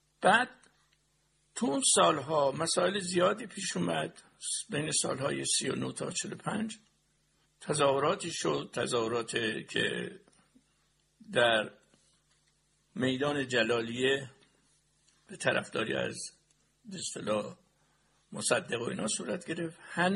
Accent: Kermanshah, Iran; کنگاور که میای، حتی نزدیک میشه به بخشی از زبان به طرف همدان و ملایر زبان لوری. به هر حال ما با زبان فارسی در خانواده بزرگ شدیم.

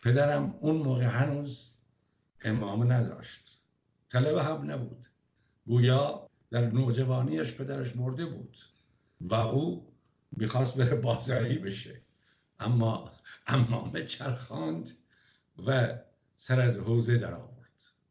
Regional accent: Rasht, Gilan, Iran; من در دیماه 1324 در رشت به دنیا آمدم. از خانواده پدریم همه مؤمن بودن

